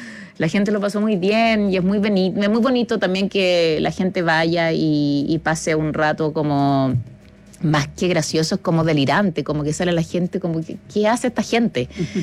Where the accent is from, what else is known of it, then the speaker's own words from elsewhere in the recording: Spain; somos las españolas que venimos a dejar un poco